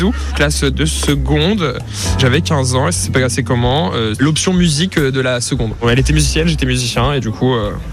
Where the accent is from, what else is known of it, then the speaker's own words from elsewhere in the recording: Brest, Brittany, France; born there; now in Les Lilas, France; Alors maintenant j'habite dans le 93, dans la commune des Lilas, mais je suis né à Brest, dans le Finistère.